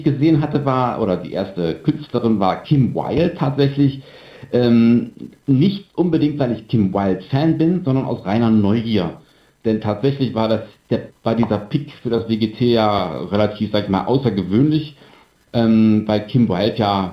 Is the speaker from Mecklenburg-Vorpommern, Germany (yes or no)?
no; Mönchengladbach, North Rhine-Westphalia, Germany; Und dann muss ich ganz ehrlich sagen, nach 5,5 Stunden Fahrt, denn ich komme aus Mönchengladbach, nach 5,5 Stunden Fahrt, 6 Stunden Fahrt, habe ich mich da aufs Ohr gehauen